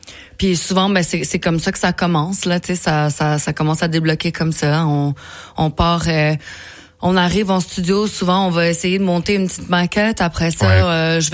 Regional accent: Mexico; French is a second language; Le français, je l'ai appris quand même tard. Tu sais, j'ai grandi au Mexique, comme tu sais.

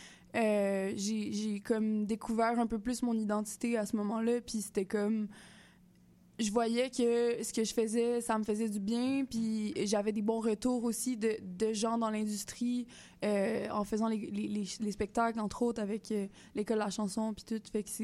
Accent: Montreal, Quebec, Canada; also born or lived in Gaspé; moi, je suis née à Gaspé, mais j'ai fait mon primaire et mon secondaire à Montréal.

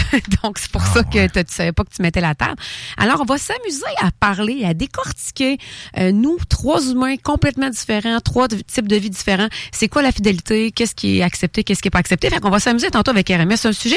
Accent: Thetford Mines, Quebec, Canada; now in Quebec City, Canada; pour avoir vécu presque toute ma vie de Québécoise, ville de Québec. Je veux dire, je viens de Thetford Mines. J'ai toujours habité au centre-ville ou presque. Sur Saint-Joseph ou Limoilou-Saint-Roch.

